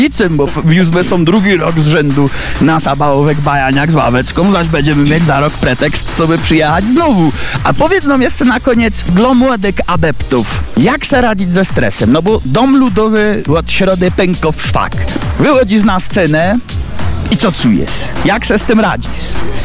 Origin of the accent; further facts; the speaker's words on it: Lesser Poland, Poland; tu u nas na Podhalu